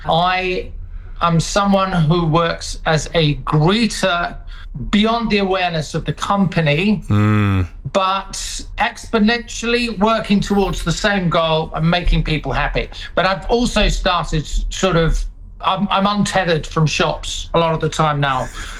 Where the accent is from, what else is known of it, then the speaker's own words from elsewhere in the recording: United Kingdom; as British people